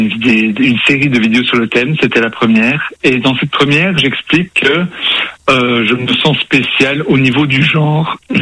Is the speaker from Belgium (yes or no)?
yes; Belgium; Oui, je viens de Belgique.